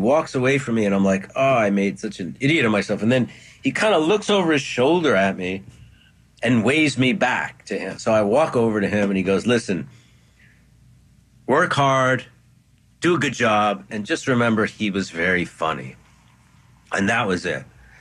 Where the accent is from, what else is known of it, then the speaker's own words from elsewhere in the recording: New York City, New York, United States; And as a fan, as a New Yorker, as a fellow artist, like it was a moment, when he passed.